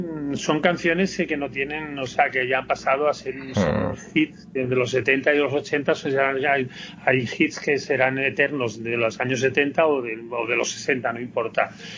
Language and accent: Spanish; Spain; moved away as an adult; now in Berlin, Germany; yo viví ese furor, a ver, de niño, en mi pueblo... Cuando escuchábamos, a ver, escuchábamos cuando yo tenía 6 años, a finales de los 60, primeros de los 70